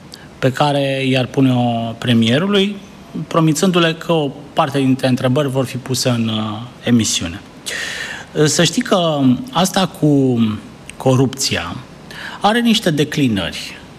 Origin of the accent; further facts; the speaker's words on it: Romania; Și noi suntem români și noi suntem cetățeni